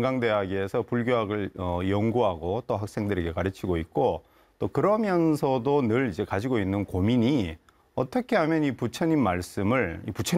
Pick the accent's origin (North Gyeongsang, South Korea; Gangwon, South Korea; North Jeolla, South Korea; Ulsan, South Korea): North Gyeongsang, South Korea; Yeongju; 저는 경북 영주가 제 고향입니다.